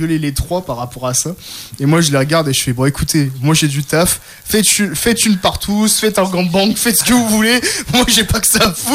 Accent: France; Enfin, c'est bon, je suis français, si t'as besoin de.

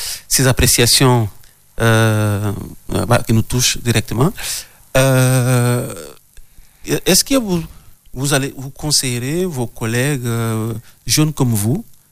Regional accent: Roubaix, Hauts-de-France, France; Quand on dit ailleurs qu'on vient de Roubaix, oh là là, on vous regarde comme des gens qui viennent de Chicago, de New York, de Californie, quoi.

